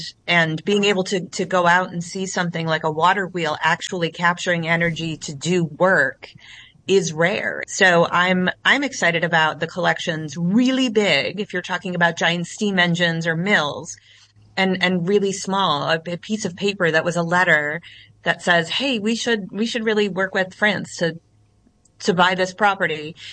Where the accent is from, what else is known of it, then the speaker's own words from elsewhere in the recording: Rochester, New York, United States; my hometown of Rochester, New York.